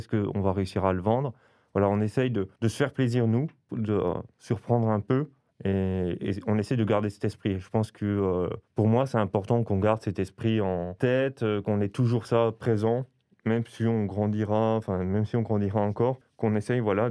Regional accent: Belfort, Bourgogne-Franche-Comté, France; now in Strasbourg, France; je viens de Belfort. Du coup, l'Alsace n'est pas très loin de Belfort. Je me suis installé à Strasbourg un peu comme ça, j'ai posé mes valises. Et j'ai posé mes valises dans le quartier du Neudorf.

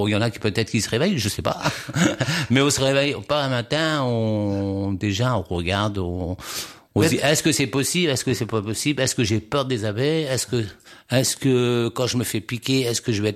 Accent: Chartres, Centre-Val de Loire, France; Oui, je suis originaire de Chartres, je suis né à Rechèvre comme on dit.

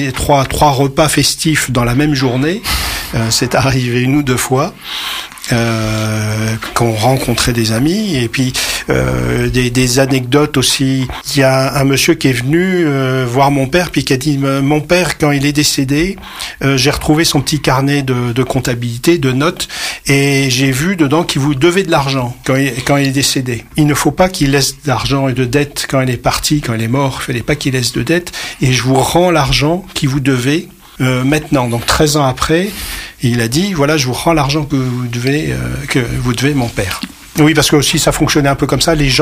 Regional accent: Algeria; Moi aussi, je suis un Algérien.

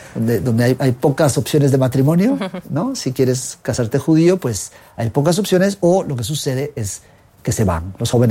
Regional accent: Guatemala; Entonces, creciendo en Guatemala, en un país totalmente católico, ¿no? En una comunidad tan pequeña, donde había tan poco judío, fue muy extraño. Porque todos mis amigos, en el colegio eran católicos.

